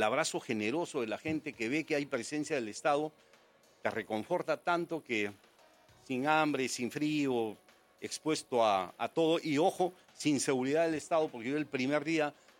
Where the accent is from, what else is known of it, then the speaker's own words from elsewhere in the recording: Arequipa, Peru; En Arequipa, en mi pueblo, es el Valle de Sigo.